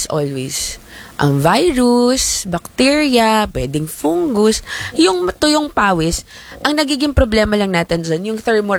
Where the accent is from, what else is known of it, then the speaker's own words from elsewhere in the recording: Calabarzon, Philippines; Me, I'm from Laguna.